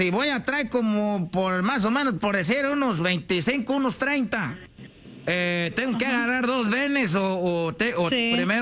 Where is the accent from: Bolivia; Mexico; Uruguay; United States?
Mexico; Michoacán; accent: Michoacán; como yo a ti, que te valga madre más o menos cómo tengo el acento yo de Michoacán.